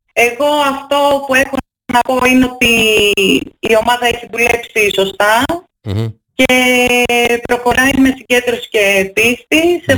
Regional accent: Akrata, Western Greece, Greece; Είναι η πατρίδα μου, την αγαπάω πολύ την Ακράτα.

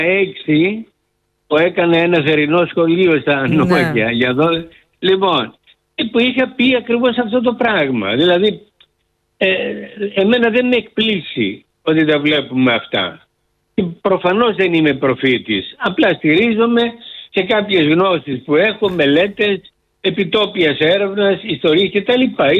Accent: Kos, South Aegean, Greece; όπως είπε ο πατριώτης μου σε εισαγωγικά, Ιπποκράτης, γιατί είμαι από την ΚΟ.

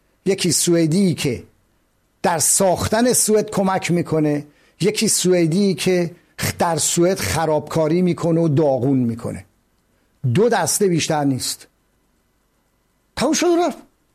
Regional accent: Iran; now in Sweden; منی که از ایران اومدم،

